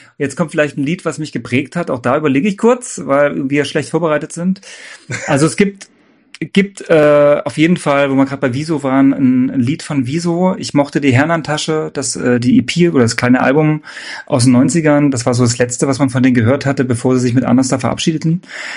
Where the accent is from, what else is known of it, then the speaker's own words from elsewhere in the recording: Saxony, Germany; Ja, wir kommen aus Sachsen.